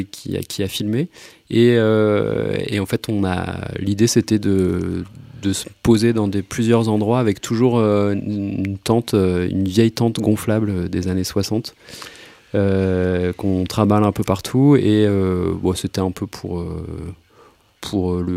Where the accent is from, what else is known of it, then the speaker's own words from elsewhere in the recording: Pays de la Loire, France; Bah, c'est là où j'ai grandi donc ça voilà c'est un lieu qui m'inspire pas mal sur les textes.